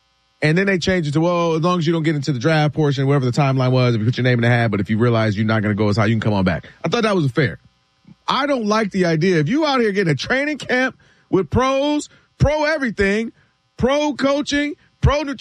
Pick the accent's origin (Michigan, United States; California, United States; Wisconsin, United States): Michigan, United States; Ann Arbor; I'm born and raised in Ann Arbor.